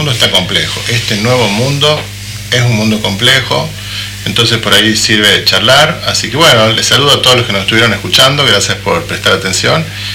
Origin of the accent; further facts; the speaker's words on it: Tucumán, Argentina; Claro, mi característica es tucumana, qué sé yo. Bueno, soy mitad tucumano, es así, eso también entra.